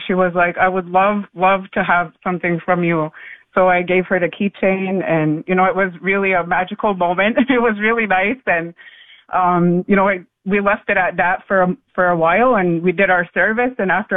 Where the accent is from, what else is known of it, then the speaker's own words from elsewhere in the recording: Kahnawake, Quebec, Canada; I introduced myself. I just said … I'm a Mohawk from Gunawage.